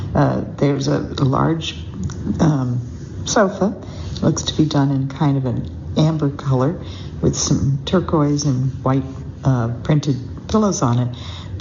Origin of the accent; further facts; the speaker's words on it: Trinidad & Tobago; Growing up in Trinidad had conditioned me to jungles filled with dark, murky, mysterious waterways.